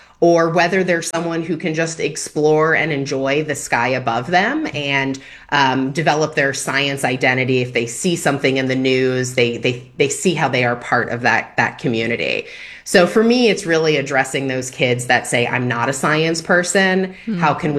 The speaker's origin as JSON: {"language": "English", "region": "East Coast", "country": "United States", "tie": "born or raised there", "said": "And I grew up on the East Coast, so I had decent skies. I was in a suburban area."}